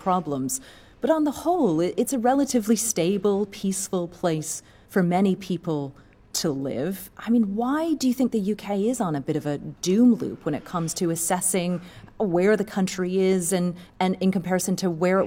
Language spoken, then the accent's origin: English; Canada; moved away; originally I'm from Canada.